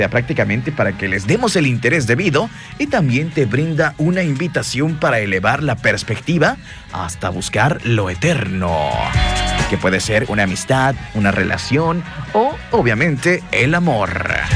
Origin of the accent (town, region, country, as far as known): Mexico